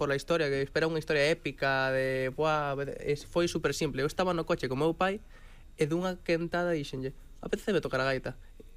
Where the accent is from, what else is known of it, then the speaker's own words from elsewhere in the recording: Galicia, Spain; Eu son de San Lázaro de toda a vida, e Bartolo tamén era dali.